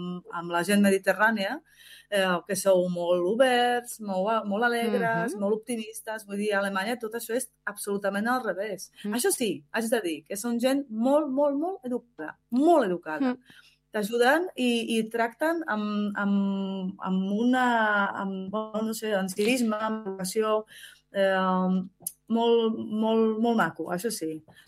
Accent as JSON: {"language": "Catalan", "country": "Slovakia", "also_born_or_lived": "Czechoslovakia", "second_language": "Catalan", "moved": "yes", "lives_now": "Sant Feliu, Spain", "said": "Jo soc d'origen eslovaca. Vaig néixer a l'antiga Txecoslovàquia, que formava part dels països socialistes."}